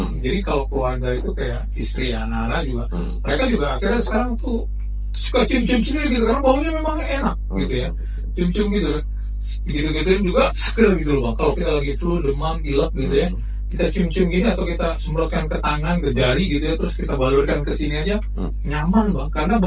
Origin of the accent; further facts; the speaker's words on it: Sumatra, Indonesia; kita sebagai orang Sumatera